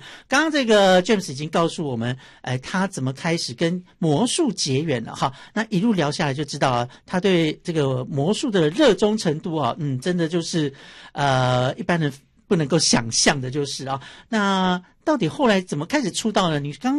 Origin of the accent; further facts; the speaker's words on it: Sanyi, Miaoli County, Taiwan; 在三义苗栗那边吧